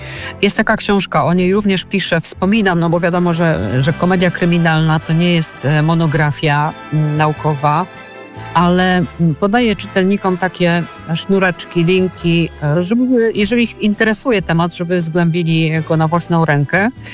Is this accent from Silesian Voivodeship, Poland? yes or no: yes; Częstochowa, Silesian Voivodeship, Poland; moved away; also born or lived in Katowice; ja mieszkałam, studiowałam w Katowicach, pochodzę z Częstochowy